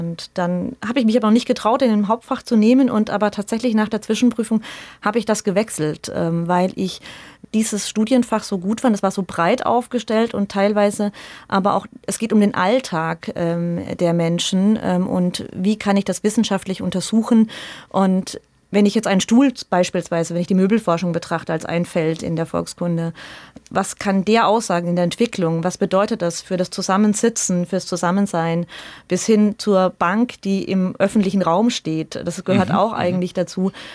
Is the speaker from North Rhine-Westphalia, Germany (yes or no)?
no; Lohr am Main, Bavaria, Germany; Ich bin ja in Lohr Main zur Schule gegangen, aufs Gymnasium.